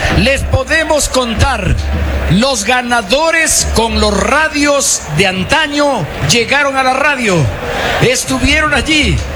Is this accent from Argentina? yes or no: no; Ecuador